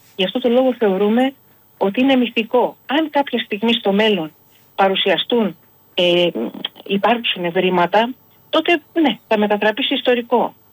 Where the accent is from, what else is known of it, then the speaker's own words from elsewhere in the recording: Greece; επειδή κάποιος με ρώτησε αν είμαι Ελληνίδα, από όσο ξέρω είμαι Ελληνίδα.